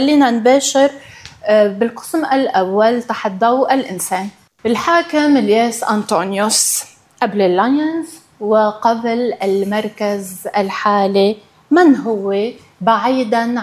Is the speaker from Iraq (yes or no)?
no; North Governorate, Lebanon; أنا كمان ابنة الشمال يعني